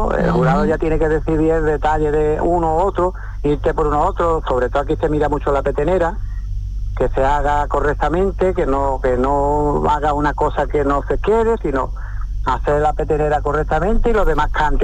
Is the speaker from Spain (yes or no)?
yes; Paterna de Rivera, Andalusia, Spain; born there; now in Fuengirola, Spain; este es especial, este es mi pueblo, este lo llevo con orgullo